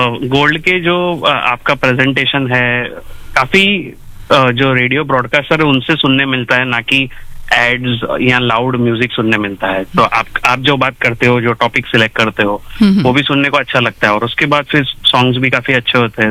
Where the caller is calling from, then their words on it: Mumbai, Maharashtra, India; मैं मुंबई से हूँ।